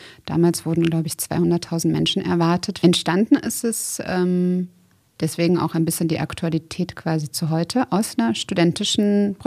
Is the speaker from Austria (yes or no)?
no; Novi Sad, Vojvodina, Serbia; Ich war erst vor knapp 10 Tagen da, Novi Sad, meine Heimatstadt.